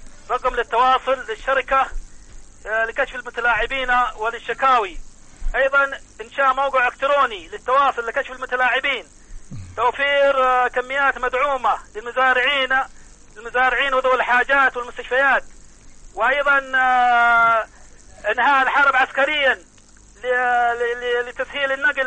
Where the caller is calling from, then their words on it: Seiyun, Hadhramaut, Yemen